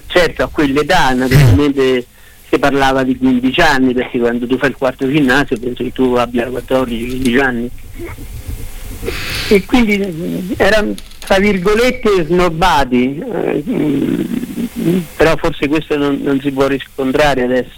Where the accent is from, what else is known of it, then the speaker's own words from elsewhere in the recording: Mogliano Veneto, Veneto, Italy; ha detto tu di dove sei? Gli ho detto di Mogliano.